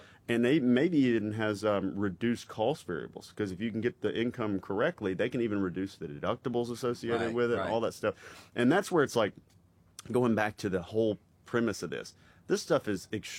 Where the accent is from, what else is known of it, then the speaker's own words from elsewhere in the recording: Mississippi, United States; I'm from Mississippi, and when we'd have these call centers, you'd hear the calls.